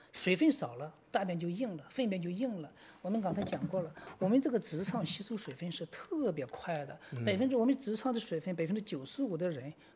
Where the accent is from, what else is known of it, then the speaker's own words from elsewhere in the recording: China; 我们中国人